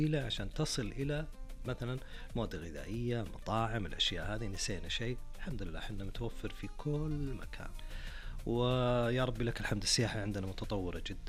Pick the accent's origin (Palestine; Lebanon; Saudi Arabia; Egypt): Saudi Arabia; خاصة لبعض المناطق عندنا في المملكة العربية السعودية، يستمتعون بالأجواء.